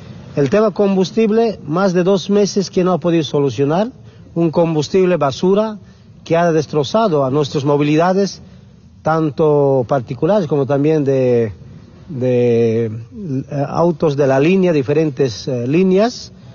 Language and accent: Spanish; Bolivia